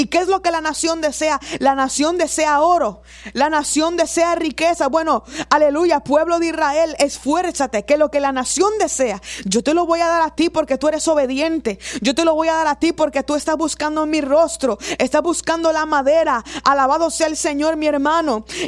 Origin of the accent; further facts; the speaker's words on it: Río Bravo, Tamaulipas, Mexico; yo soy de México. Dios bendiga a los hermanos de Río Bravo que hablan aquí a Radio Vida, que escuchan, aleluya, cada predicación, cada palabra que se da a través de este medio. Yo soy de Río Bravo, aleluya.